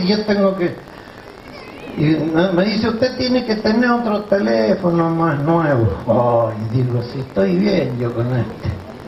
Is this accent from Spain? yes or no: no; La Viña, Mendoza, Argentina; born there; yo nací en La Viña, en Mendoza.